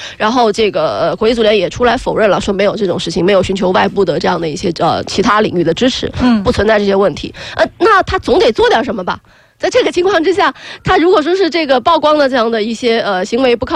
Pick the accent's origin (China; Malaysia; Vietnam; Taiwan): China; 我们中国人